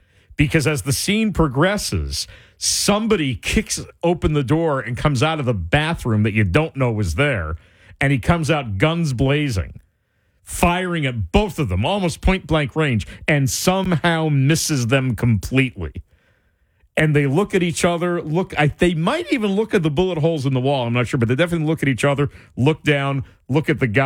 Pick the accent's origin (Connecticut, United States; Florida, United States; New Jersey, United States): New Jersey, United States; I don't know if you grew up in New Jersey or not like I did